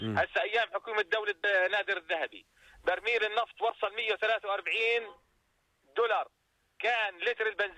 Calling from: Zarqa, Zarqa Governorate, Jordan; عندنا في الزرقاء

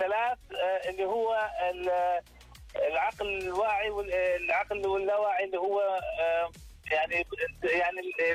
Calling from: Jordan; عندنا في الاردن

